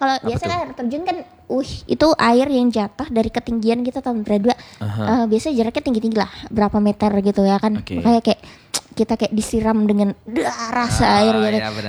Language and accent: Indonesian; East Kalimantan, Indonesia; karena aku kan asalnya dari Kutai Barat.